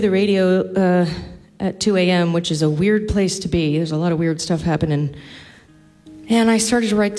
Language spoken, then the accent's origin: English; New Jersey, United States; I know my bio says I am a Massachusetts girl, but I'm actually from New Jersey.